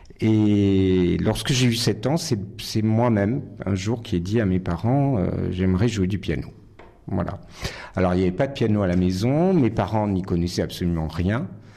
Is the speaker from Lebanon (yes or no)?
no; Nice, Provence-Alpes-Côte d'Azur, France; je suis né et j'ai grandi à Nice. Mes parents étaient niçois également, d'origine italienne. Comme mon nom l'indique, mes grands-parents sont arrivés de Toscane dans les années 1920.